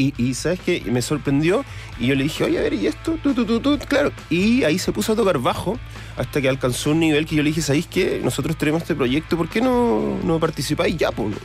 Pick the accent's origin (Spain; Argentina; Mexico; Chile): Chile; La Unión, Los Ríos; que él es de La Unión, y yo también soy de La Unión, y Giancarlo también.